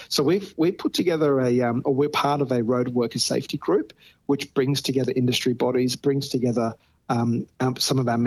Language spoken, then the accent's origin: English; Australia; born there; also born or lived in Iran; I was born in Iran, came to Australia, you know, when I was seven.